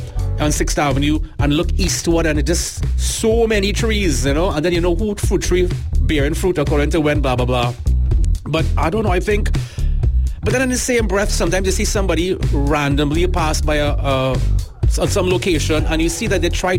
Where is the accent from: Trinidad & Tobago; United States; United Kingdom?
Trinidad & Tobago; Barataria, San Juan–Laventille; Growing up in Barataria, almost, if not every single yard had a fruit tree.